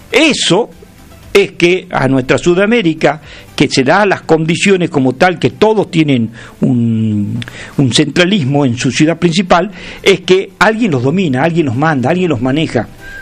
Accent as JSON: {"language": "Spanish", "region": "Tucumán", "country": "Argentina", "said": "nosotros los tucumanos"}